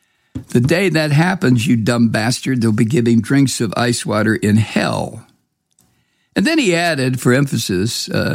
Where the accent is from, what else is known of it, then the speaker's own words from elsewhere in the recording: Toledo, Ohio, United States; I was brought up in Toledo, Ohio, on the shores of Lake Erie.